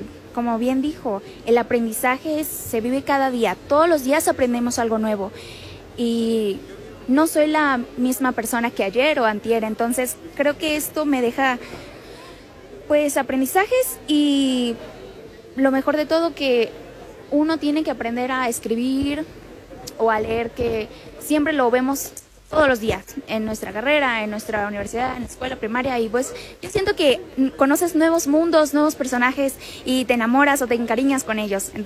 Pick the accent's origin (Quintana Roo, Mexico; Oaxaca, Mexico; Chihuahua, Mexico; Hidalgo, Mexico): Quintana Roo, Mexico; Chetumal; Bueno, soy de Chetumal, Quintana Roo. Vengo desde muy lejos para acá. Y muchas gracias. Tengo 23 años, no hace mucho recién cumplidos.